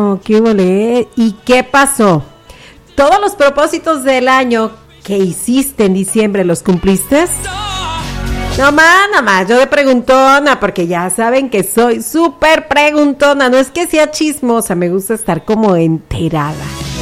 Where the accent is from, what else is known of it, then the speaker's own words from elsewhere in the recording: Mexico; Postergando, total, así somos los mexicanos.